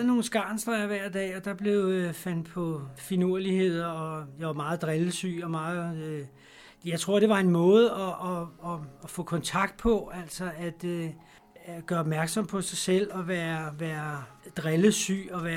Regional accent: Vangede, Capital Region of Denmark, Denmark; also born or lived in Copenhagen; Jeg er opvokset i Vanget.

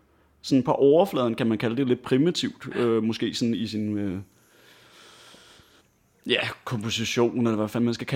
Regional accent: Odense, Region of Southern Denmark, Denmark; jeg kommer fra Odense

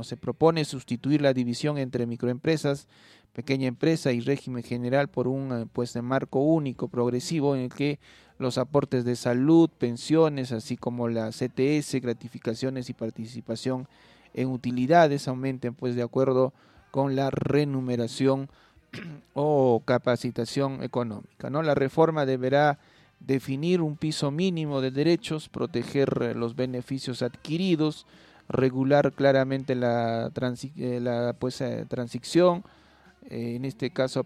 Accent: Peru

